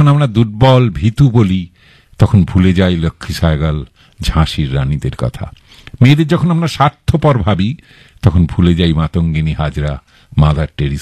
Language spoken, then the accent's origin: Bangla; Bhatpara, West Bengal, India; now in Kolkata, India; ওই যে ভাটপাড়ায় থেকে আমি বড় হয়েছি, আমার মা ছিলেন, কাকা ছিলেন, তাদের কাছেই বড় হয়েছি আমি, আমার পরিবারও ওখানে